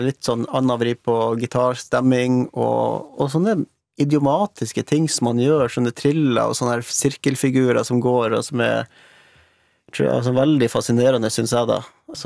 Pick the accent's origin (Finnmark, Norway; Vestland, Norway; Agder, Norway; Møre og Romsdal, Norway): Finnmark, Norway; Kistrand; Jeg kommer jo fra Kistrand Tjodegeti på samisk, kommer fra en sjøsamisk familie som har vært liksom gjennom fornorskning og alt sånn